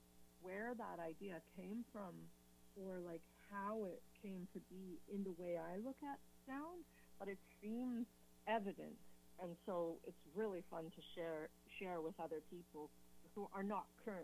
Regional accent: Calgary, Alberta, Canada; moved away; also born or lived in Victoria, BC / Vancouver; in the early to mid 90s, I was living in Victoria, BC, but I was raised in Calgary.

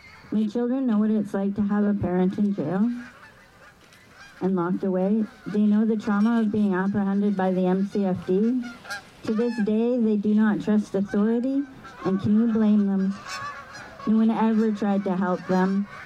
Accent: Vancouver, British Columbia, Canada; I'm a member of the Shnanamok tribe. I grew up in Vancouver and on Vancouver Island.

